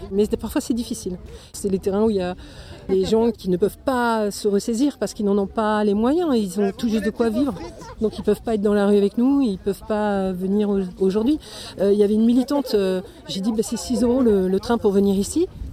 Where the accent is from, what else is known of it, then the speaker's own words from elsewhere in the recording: Le Havre, Normandy, France; Ben exactement, je viens du Havre et ce méga canal nous concerne aussi